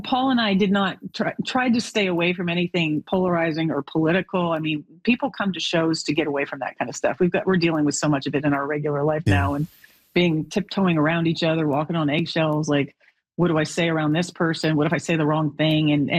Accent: Canada; now in Nashville, United States; Being Canadian, it is a huge part of my identity, always has been. I know when I came to Nashville and started making records, I had been living here for 8 years, was very young

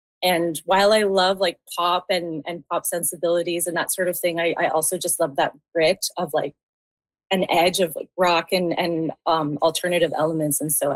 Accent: Saskatchewan, Canada; I played in a lot of bands like that had different genres growing up in Saskatchewan

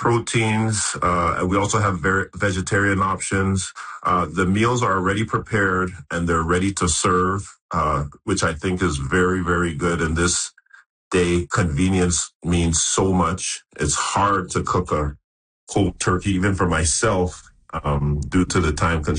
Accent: Toronto, Ontario, Canada; for somebody that's born and raised in Toronto

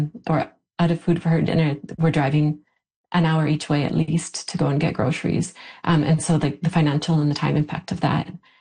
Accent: Lytton, British Columbia, Canada; I grew up in Lytton and was here kind of off and on for most of my adult life and settled down here. I'm a single parent.

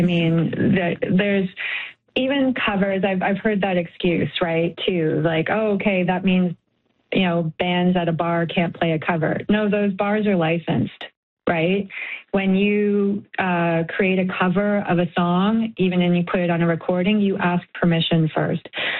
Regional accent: Canada; our music as Canadians

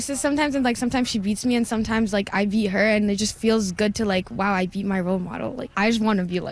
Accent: Yellowknife, Northwest Territories, Canada; I'm from Yellowknife.

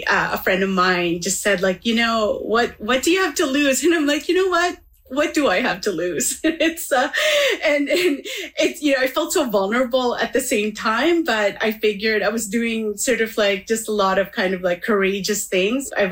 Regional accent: Manitoba, Canada; And so growing up in Manitoba, those landscapes became ver

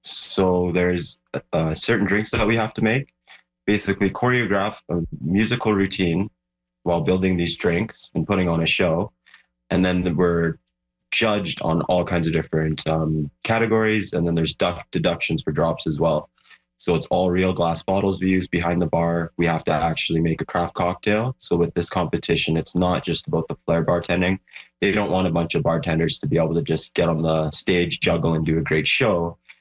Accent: Calgary, Alberta, Canada; They are here in Calgary to do their shows, like the best in the world at the competitive level. So it's just a dream to compete with these guys, meet these guys, but also that they came to my hometown

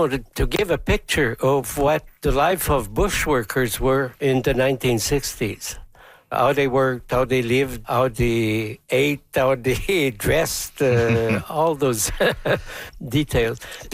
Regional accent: Ontario, Canada; born there; Oh, I was born in Northern Ontario. That's the country I know best.

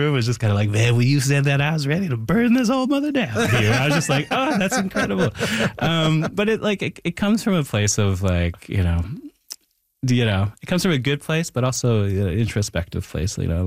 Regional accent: Thunder Bay, Ontario, Canada; And I bring that back even to growing up in Thunder Bay, where like, you know, there is like, you know, a lot of tensions between

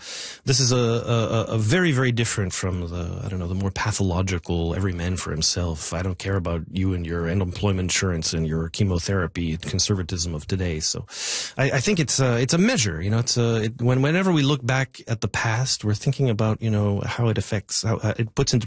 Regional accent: Winnipeg, Manitoba, Canada; But I'm from Winnipeg, so I love underdogs.

